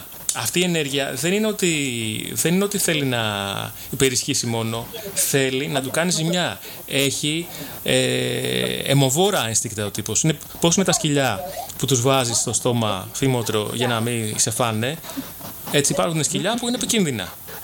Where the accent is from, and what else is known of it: Greece